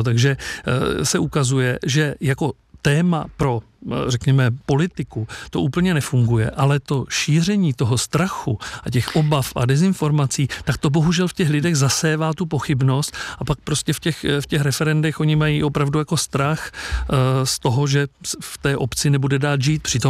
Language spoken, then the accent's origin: Czech; South Moravian Region, Czechia; já, protože jsem z Jižní Moravy